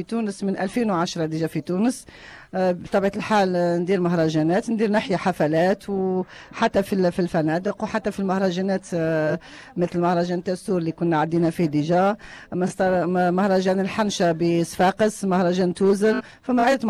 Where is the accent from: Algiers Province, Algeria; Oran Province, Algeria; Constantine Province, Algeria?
Algiers Province, Algeria; Algiers; now in Annaba, Algeria; أنا في الواقع في الأصل من الجزائر العاصمة، بنت أكبر فنان في الجزائر … ، معروف بأسطورة الأغنية العاصمية الشعبي يعني، وبطبعتي ساكنة في شرق الجزائر واللي هو عنابة